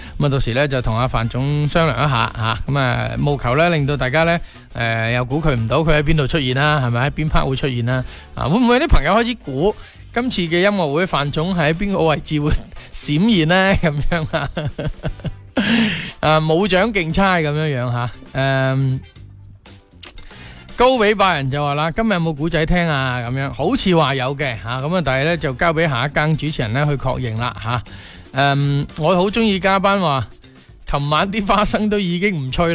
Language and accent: Cantonese; Guangdong, China; 对于我哋广东人嚟讲咧，